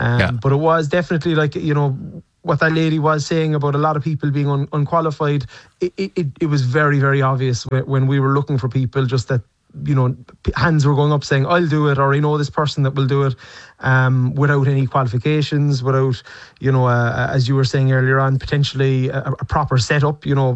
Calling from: Ballincollig, Munster, Ireland; we're from Ballincollig

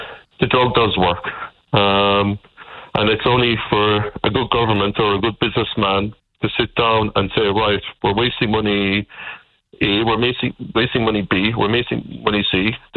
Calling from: Ireland

